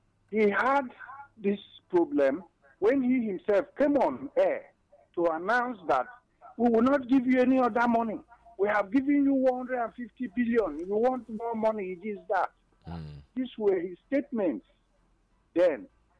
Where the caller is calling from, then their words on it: Afibo, Nigeria; from Afibo.